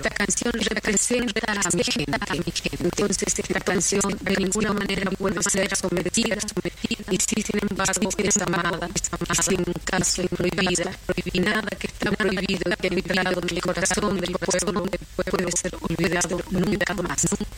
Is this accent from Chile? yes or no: yes; Chile; lo saben perfectamente los brasileños, que yo voy a ir a cantar el año que viene en marzo allí, lo saben los chilenos, mis compatriotas, lo saben los uruguayos.